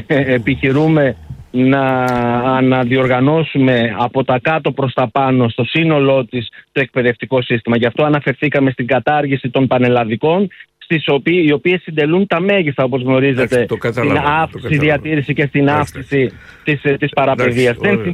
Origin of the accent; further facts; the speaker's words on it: Thessaloniki, Central Macedonia, Greece; Κατάγομαι από τη Θεσσαλονίκη, ζω στη Θεσσαλονίκη